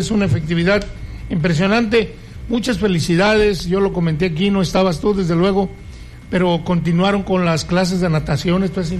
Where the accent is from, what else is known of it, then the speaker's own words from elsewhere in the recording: Mexico; que nos cimbre en el sentido de que somos mexicanos, de que nuestra patria es primero